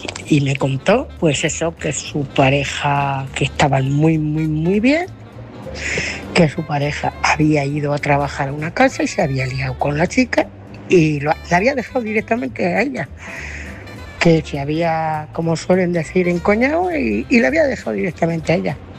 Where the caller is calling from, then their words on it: Ciudad Real, Castilla-La Mancha, Spain; de Ciudad Real.